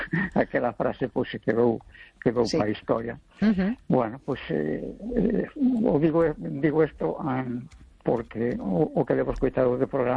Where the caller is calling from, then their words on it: A Coruña, Galicia, Spain; de La Coruña.